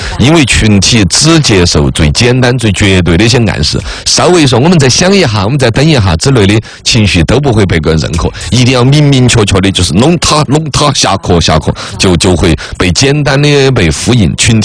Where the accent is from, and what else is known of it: China